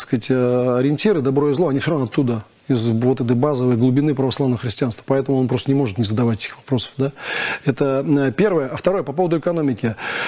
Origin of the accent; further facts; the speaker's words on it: Moscow, Russia; Видимо, потому что я коренной, поэтому оно у меня есть. Да? Потому что я к Москве отношусь как к историческому, как бы, центру цивилизации.